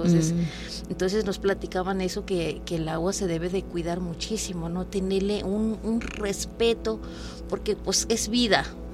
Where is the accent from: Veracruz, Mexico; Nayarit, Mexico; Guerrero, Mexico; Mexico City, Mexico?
Veracruz, Mexico; Palmital; Entonces, uh-huh, yo soy de Palmital, pertenece. Sí. a Tantuyuca.